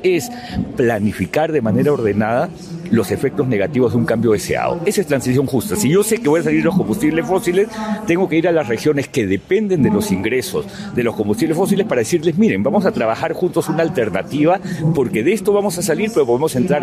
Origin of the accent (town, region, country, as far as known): Colombia